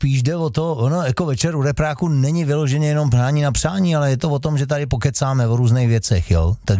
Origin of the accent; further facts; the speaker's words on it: Karlovy Vary, Karlovy Vary Region, Czechia; now in Prague, Czechia; Přímo z Karlových Varů. Já jsem přímo z Karlových Varů původně.